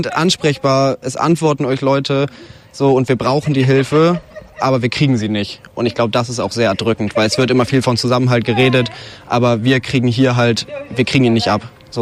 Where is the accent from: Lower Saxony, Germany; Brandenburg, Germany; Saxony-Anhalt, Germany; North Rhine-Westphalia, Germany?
Saxony-Anhalt, Germany; Stendal; Ich glaube, wir brauchen hier in Stendal gerade, also ich rede jetzt wirklich für diese Stadt, für dieses, wo ich aufgewachsen bin, wo ich Freunde gefunden habe, wo ich in die Schule gegangen bin auch.